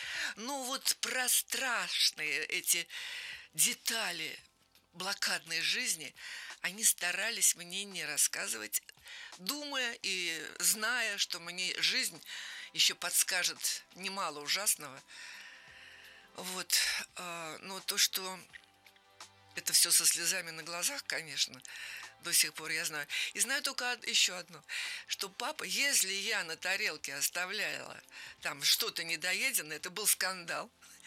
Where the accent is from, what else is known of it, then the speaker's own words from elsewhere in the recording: Saint Petersburg, Russia; born there; Я убежденная ленинградка.